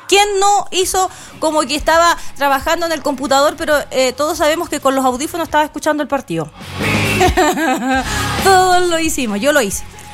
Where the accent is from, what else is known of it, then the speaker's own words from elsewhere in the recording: Chile; yo no soy argentina, soy chilena.